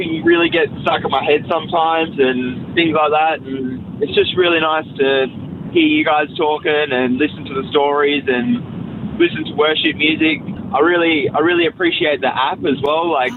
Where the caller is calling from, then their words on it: Margaret River, Western Australia, Australia; Margaret River.